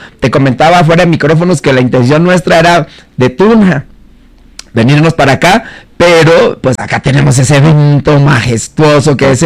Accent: Puerto Vallarta, Jalisco, Mexico; tu servidor, desde la bella ciudad de Puerto Vallarta, Jalisco, en la tierra de los aztecas de México.

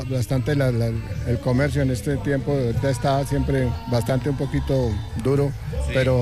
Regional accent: Muzo, Boyacá, Colombia; Yo soy de Muzo, venimos de Muzo

